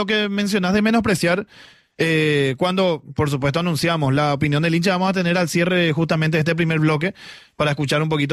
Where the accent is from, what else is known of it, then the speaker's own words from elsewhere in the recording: Paraguay; Bueno, no hablo a título personal, pero digo como paraguayo.